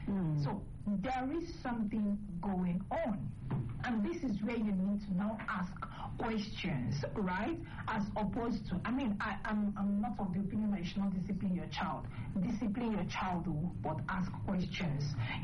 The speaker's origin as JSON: {"language": "English", "region": "Eastern Nigeria", "country": "Nigeria", "moved": "yes", "lives_now": "Abuja, Nigeria", "said": "where I come from the East"}